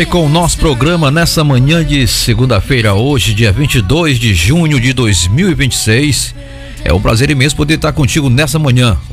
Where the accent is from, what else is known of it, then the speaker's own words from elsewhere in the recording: Brazil; somos brasileiros